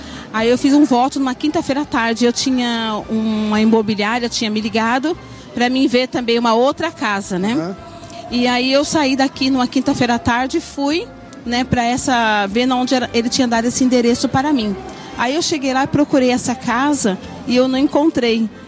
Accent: Guarulhos, São Paulo, Brazil; Eu sou de Guarulhos.

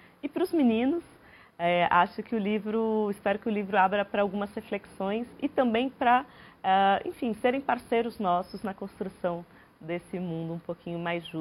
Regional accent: Ribeirão Preto, São Paulo, Brazil; Cresci em Ribeirão Preto, sou nascida no interior de São Paulo

